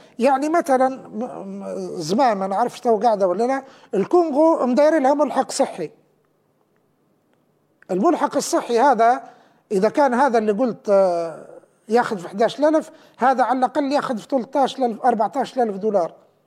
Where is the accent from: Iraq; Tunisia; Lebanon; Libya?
Libya; إحني بدل كلنا كليبيين، كلنا واني منكم